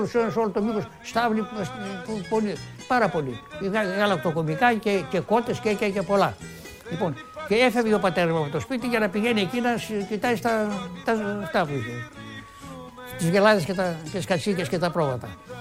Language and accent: Greek; Thessaloniki, Central Macedonia, Greece; born there; Η γειτονιά μου ήταν από το κάτω μέρος, ήταν ο συνοικισμός της Αγίας Φωτεινής. Μεσολαβούσε ο οδός Χορταντζίδων και από το κάτω μέρος η οδός Λεωφόρου Στρατού.